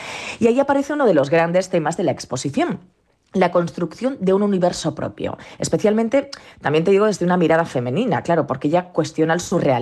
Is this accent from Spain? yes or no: yes; Calatayud, Aragon, Spain; Entonces estoy en Calatayud, ya sabes que este es mi pueblo, y oye, hace un día bastante bueno.